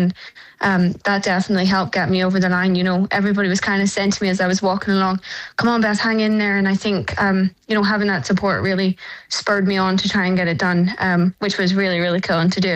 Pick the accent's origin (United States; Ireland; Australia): Ireland; So I think growing up in Ireland, we're very lucky.